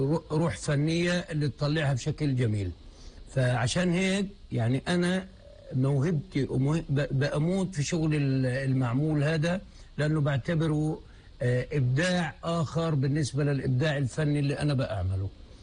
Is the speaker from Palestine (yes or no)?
yes; Palestine; لا، بدها تستمر الحياة ونقول للعالم كله إنه إحنا شعب فلسطيني، شعب بحب الحياة.